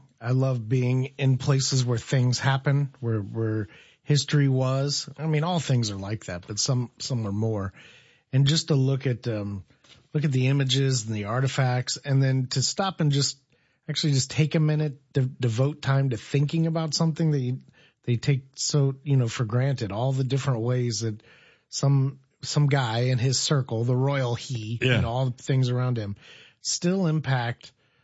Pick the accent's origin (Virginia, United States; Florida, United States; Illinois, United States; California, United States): Illinois, United States; Decatur